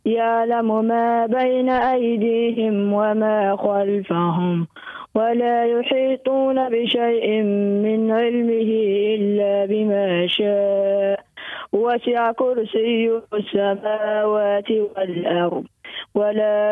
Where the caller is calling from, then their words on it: Sidi Bouzid, Tunisia; من ولاية سيدي بوزيد.